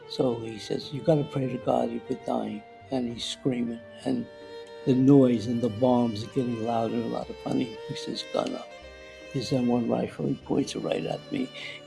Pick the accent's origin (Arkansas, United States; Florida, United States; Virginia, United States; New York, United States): New York, United States; New York City; born there; I was born in East New York on Belmont Street, and I was born in the, during the 40s, I was born in 1940, so I, like the first generation of the Holocaust